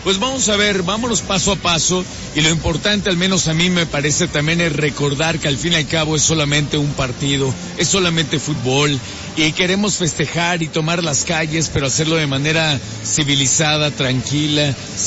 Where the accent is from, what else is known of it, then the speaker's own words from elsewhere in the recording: Mexico; como cualquier persona, como mexicanos, hay muchos que me dicen